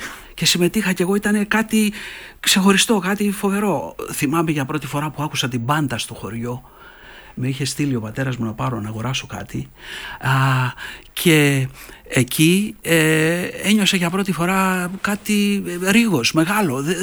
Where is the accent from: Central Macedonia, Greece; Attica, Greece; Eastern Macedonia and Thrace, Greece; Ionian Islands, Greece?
Ionian Islands, Greece; Liapades; Γεννήθηκα στους Λιαπάδες στην Κέρκυρα, αν γνωρίζεις ένα χωριό κοντά στην Παλιοκαστρίτσα.